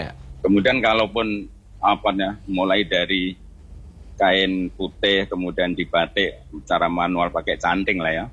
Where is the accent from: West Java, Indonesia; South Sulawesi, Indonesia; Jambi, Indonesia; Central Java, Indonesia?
Central Java, Indonesia; Klaten; born or raised there